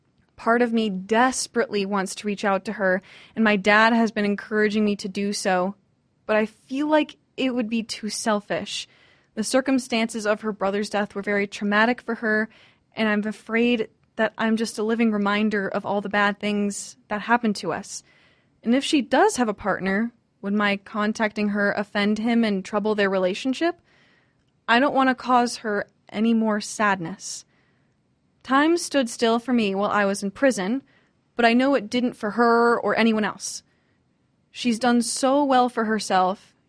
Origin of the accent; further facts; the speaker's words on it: United States; born there; going through the U.S. school system